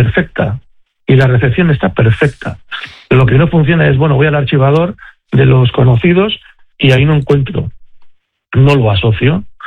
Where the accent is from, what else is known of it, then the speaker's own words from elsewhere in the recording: Region of Murcia, Spain; soy de Murcia